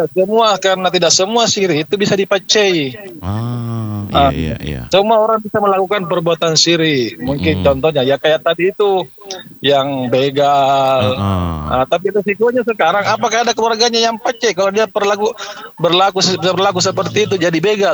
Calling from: Makassar, South Sulawesi, Indonesia; kita di Makassar

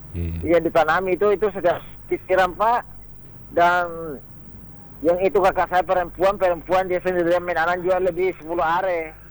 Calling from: West Sulawesi, Indonesia; Yang pasti dan di Desa Boto, Kecamatan Kabupaten Poli Mandar.

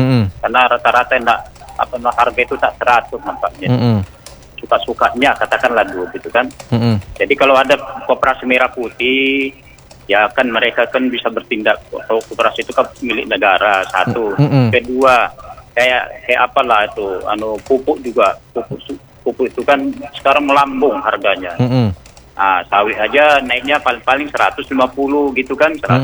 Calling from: Riau, Indonesia

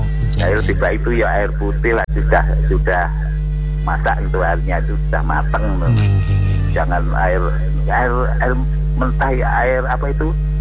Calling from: Borobudur, Central Java, Indonesia; Kalau di daerah saya itu daerah Borobudur yang kering

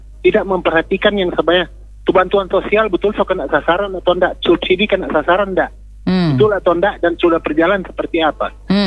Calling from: North Sulawesi, Indonesia; Di Tateli.

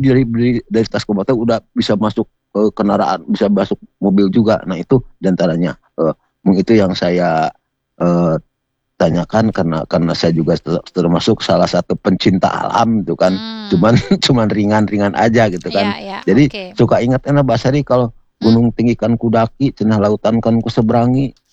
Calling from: Bandung, West Java, Indonesia; Saya dari Jawa Barat nih, di Bandung Timur ya.

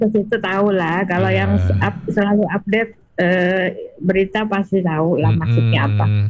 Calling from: Bogor, West Java, Indonesia; Teteh sebagai orang Bogor

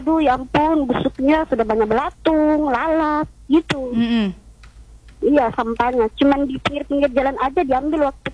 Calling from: South Sulawesi, Indonesia

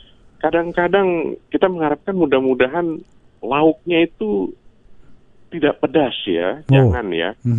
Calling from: Samarinda, East Kalimantan, Indonesia; Saya kan Samarinda Utara

